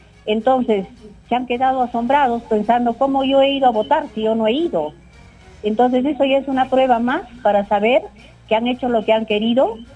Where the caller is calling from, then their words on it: Peru; nosotros como peruanos